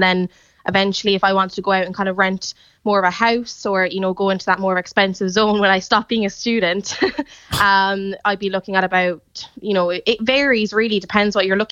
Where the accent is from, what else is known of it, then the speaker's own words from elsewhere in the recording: Cork, Munster, Ireland; moved away as an adult; now in United Kingdom; I'm originally from Cork.